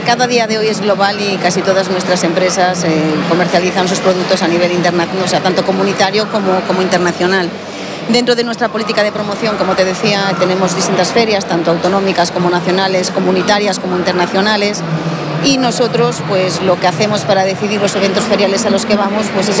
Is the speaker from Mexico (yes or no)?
no; Galicia, Spain; yo soy de la Ría de Vigo.